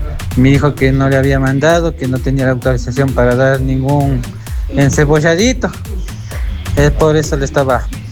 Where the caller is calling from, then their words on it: Otavalo, Imbabura, Ecuador; Soy de Otavalo.